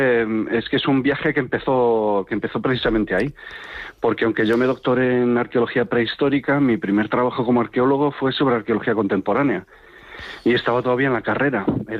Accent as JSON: {"language": "Spanish", "region": "Galicia", "country": "Spain", "said": "Y lo hice en mi pueblo, lo hice en Galicia, y ajá."}